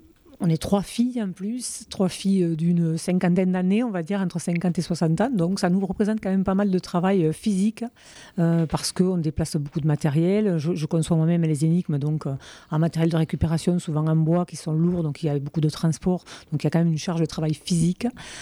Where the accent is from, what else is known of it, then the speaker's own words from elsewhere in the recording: Cahuzac, France; parce que quand on est habitant de Cahuzac de toujours, ce qui est mon cas, nous, ça a toujours été Cahu ici, on appelait notre village Cahu